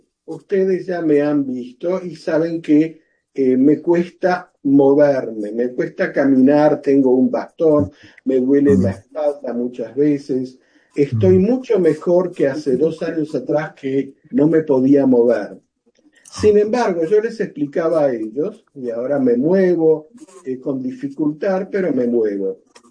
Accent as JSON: {"language": "Spanish", "country": "Argentina", "tie": "born or raised there", "moved": "yes", "said": "Y yo soy originario de Argentina."}